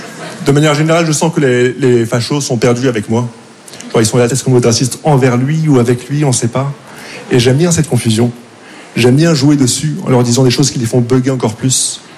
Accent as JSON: {"language": "French", "town": "Casablanca", "region": "Casablanca-Settat", "country": "Morocco", "tie": "born or raised there", "said": "j'ai grandi au Maroc, mais on dirait que ma voix est doublée par un mec qui s'appelle Maximilien, qui a vécu en Auvergne au Moyen-Âge. Je viens de Casablanca et je parle comme si je venais du 16e."}